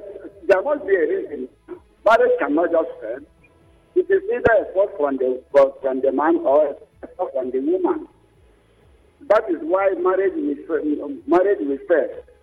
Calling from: Nigeria; I'm calling from Kibet.

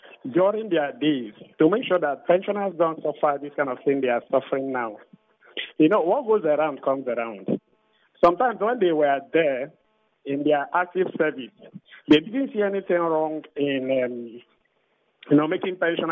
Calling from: Port Harcourt, Rivers, Nigeria; I'm calling from Port Harcourt.

